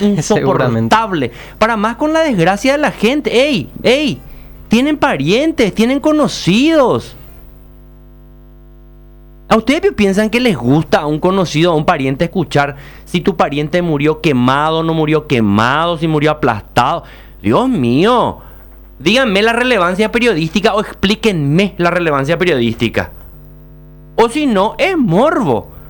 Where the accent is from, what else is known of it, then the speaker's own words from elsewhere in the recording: Paraguay; Mamá, nosotros somos paraguayos.